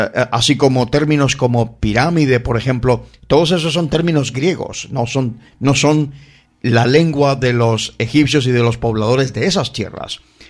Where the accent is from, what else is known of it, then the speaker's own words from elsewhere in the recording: Spain; Y de donde yo vengo, no, soy español de origen, pero no soy de por aquí.